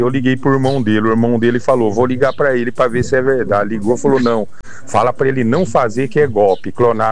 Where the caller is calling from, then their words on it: Bauru, São Paulo, Brazil; como eu sou daqui de Bauru, ando muito por aqui